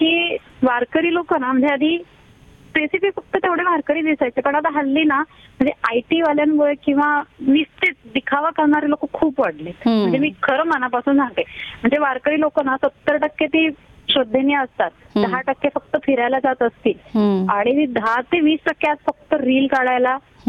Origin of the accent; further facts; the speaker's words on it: Pune, Maharashtra, India; मी पेठेत राहायला माझं बालपण गेलं, म्हणजे गुरुवार पेठेत